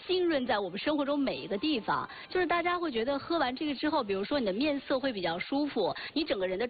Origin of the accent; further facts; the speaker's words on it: Northwest China, China; 因为我们家是西北，就是那边枸杞本来产量就很大，所以小的时候就有使用它的习惯。